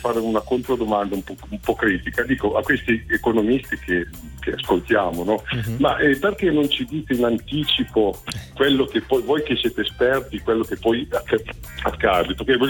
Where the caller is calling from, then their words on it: Asti, Piedmont, Italy; Sono qui ad Asti, da casa